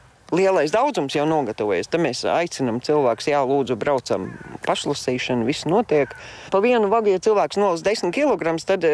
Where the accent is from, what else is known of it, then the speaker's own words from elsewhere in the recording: Riga, Latvia; now in Krape, Latvia; ievācāmies laukos 10 gadus atpakaļ, mēs esam rīdzinieki.